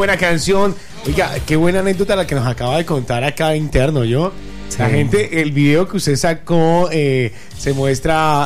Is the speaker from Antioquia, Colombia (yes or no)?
no; Barrancabermeja, Santander, Colombia; con Orlando nos criamos desde niños en la Comuna 4 de Barranca Bermeja, en el barrio Antonia Santos.